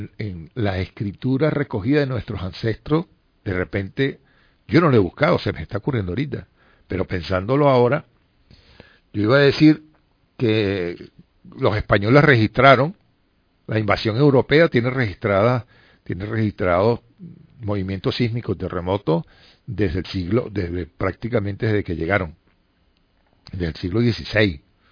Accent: Venezuela

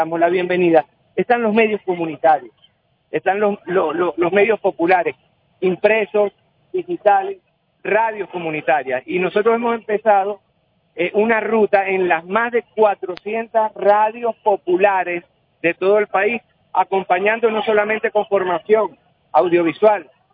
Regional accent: Venezuela; nos preguntamos quiénes somos nosotros, los venezolanos. ¿Quiénes somos nosotros a la luz de todos los acontecimientos de este 2026?

